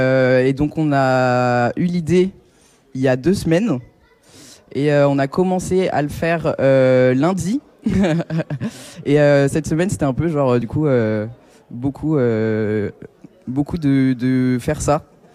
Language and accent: French; Strasbourg, Grand Est, France; une bière météore parce qu'on vient d'Alsace. Voilà. Capitale de Noël. On vient de Strasbourg.